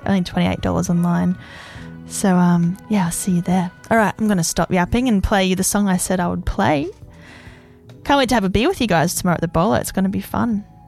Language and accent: English; Queensland, Australia; moved away; I'm from North Queensland